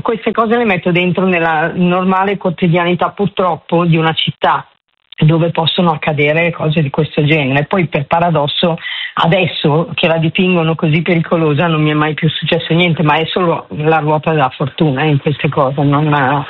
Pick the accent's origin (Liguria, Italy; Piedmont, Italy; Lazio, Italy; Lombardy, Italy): Lombardy, Italy; Milan; Sono nata e cresciuta a Milano